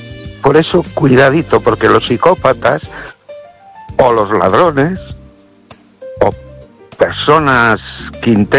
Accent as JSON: {"language": "Spanish", "town": "Ourense", "region": "Galicia", "country": "Spain"}